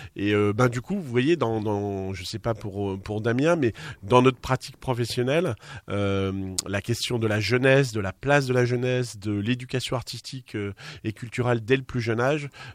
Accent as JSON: {"language": "French", "region": "eastern France", "country": "France", "moved": "yes", "lives_now": "Gascony, France", "said": "Moi, je suis un gars de l'Est de la France."}